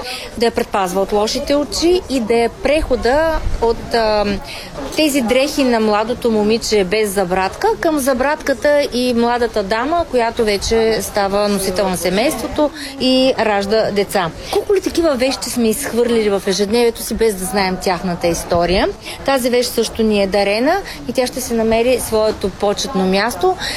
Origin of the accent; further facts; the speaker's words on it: Dobruja, Bulgaria; за нас е важно и като добруджанци, и като българи да пазим християнските традиции